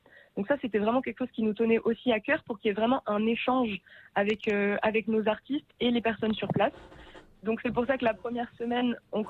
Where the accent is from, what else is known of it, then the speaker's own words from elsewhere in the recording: Occitanie, France; now in Germany; tout est parti du fait que moi je suis originaire des Vallées des Gaves.